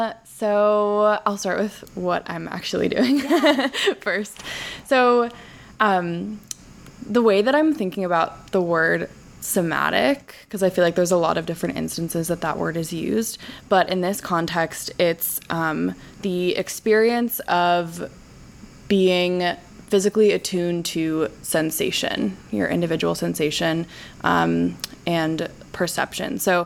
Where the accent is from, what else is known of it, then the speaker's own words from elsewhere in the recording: Chicago, Illinois, United States; I'm a rising senior. I'm from Chicago, Illinois